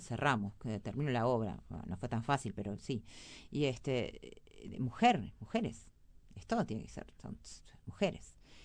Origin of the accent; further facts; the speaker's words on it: Montevideo, Uruguay; yo me crié, en la Cruz de Carrasco, uh-huh. zona roja, uh-huh. un barrio sumamente humilde y que había absolutamente de todo.